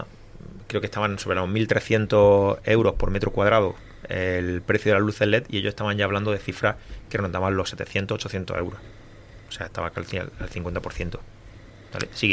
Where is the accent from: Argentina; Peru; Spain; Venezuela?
Spain; Adra, Andalusia; Yo soy de Adra y yo sigo teniendo invernadero plano.